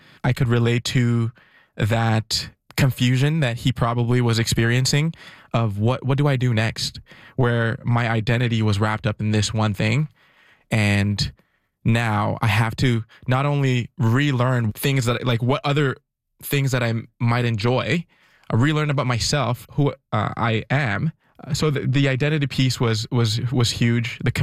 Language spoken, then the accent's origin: English; Ottawa, Ontario, Canada; growing up in Richie as well too